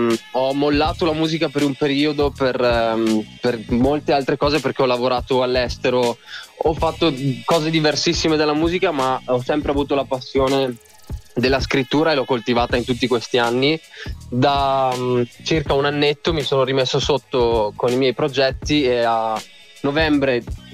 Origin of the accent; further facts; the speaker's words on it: Pordenone, Friuli-Venezia Giulia, Italy; io sono di Pordenone e vengo dal Friuli, quindi abbastanza lontano